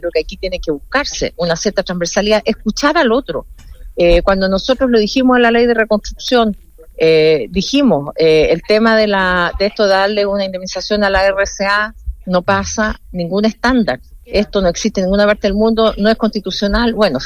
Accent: Chile; eso, por supuesto, es algo que nos tiene que preocupar como chilenos

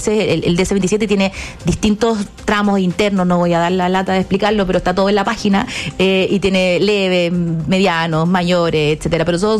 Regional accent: Valparaíso, Chile; yo soy de Valparaíso

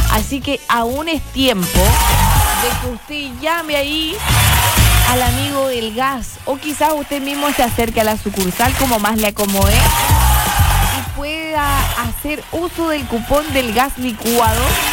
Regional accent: Chile

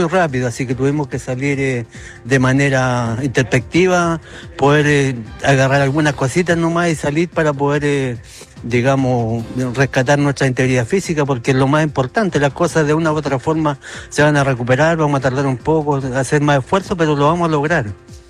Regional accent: Chile; Y como chilenos nos merecemos una vivienda digna y vivir en tranquilidad.

